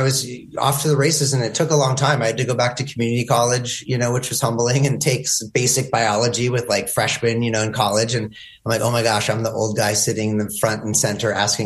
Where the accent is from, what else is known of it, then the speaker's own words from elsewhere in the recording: Seattle, Washington, United States; growing up in Seattle in the 90s